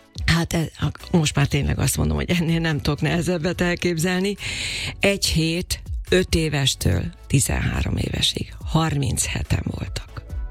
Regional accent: Makó, Csongrád-Csanád, Hungary; born there; azt követte egy nagy koncertem szülővárosomban, Makón, ahol az első zongoratanítónőm emlékére rendeztem egy nagyszabású koncertet.

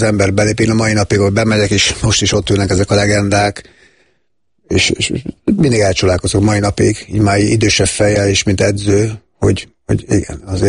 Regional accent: Hungary; now in Budapest, Hungary; utána tényleg Pesten meg próbáltam megállni a helyemet, fölkerülni, mint vidéki srác

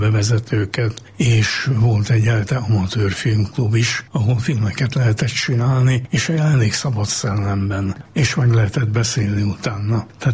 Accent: Budapest, Hungary; én abszolút hetedik kerületi gyerek vagyok. Én 37 éves koromig abban a lakásban laktam, ahol a gettóba születtem.

